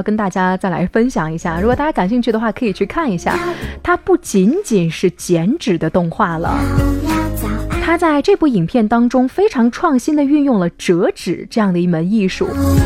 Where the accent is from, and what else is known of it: China